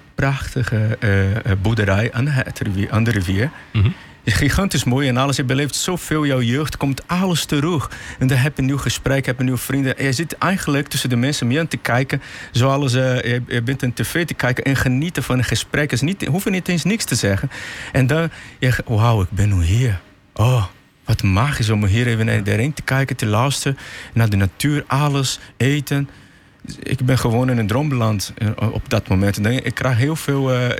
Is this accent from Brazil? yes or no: yes; Brazil; Dutch is a second language; moved away as an adult; now in Netherlands; waar ik vandaan kom, is in Paulhausen. Je zegt, rijk van natuur, maar arme van geld.